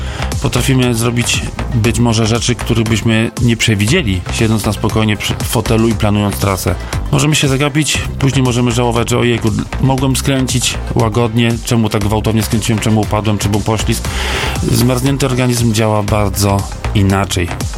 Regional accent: Wiśniowa, Subcarpathian Voivodeship, Poland; mieszkając, wychowując się w Wiśniowej.

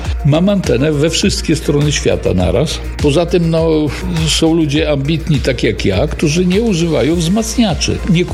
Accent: Biała Podlaska, Lublin Voivodeship, Poland; znalazł, że my z Białej Podlaski, ze mną się skontaktował

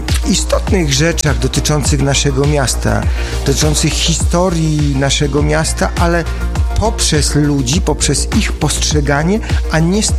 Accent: Nowy Sącz, Lesser Poland, Poland; moje rodzinne miasto, Nowy Sącz

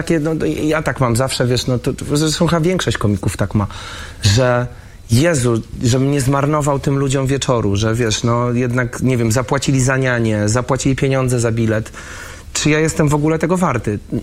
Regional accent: Warsaw, Masovian Voivodeship, Poland; ja jestem chłopakiem z Bielokowiska, tak jak … jestem z Bielan tylko.

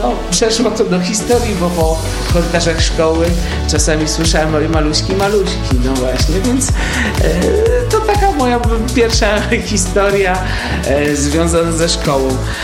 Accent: Rzeszów, Subcarpathian Voivodeship, Poland; w moim liceum w Rzeszowie, bo pochodzę z Rzeszowa

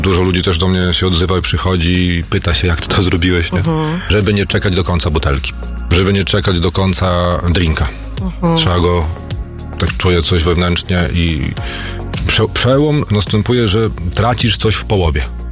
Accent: Białystok, Podlaskie Voivodeship, Poland; A ja z Białegostoku jeszcze jestem.

